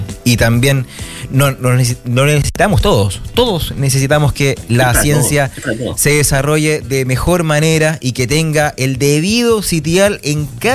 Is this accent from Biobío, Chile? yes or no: no; Valdivia, Los Ríos, Chile; born there; me encanta el invierno, nací en Valdivia, así que, bueno, claro